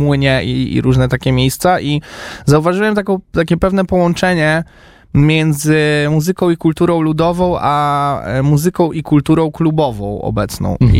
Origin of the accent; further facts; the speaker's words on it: Lublin, Lublin Voivodeship, Poland; ja się wychowywałem też niedaleko Muzeum Wsi Lubelskiej, często tam chodziłem na jakieś plenery rysunkowe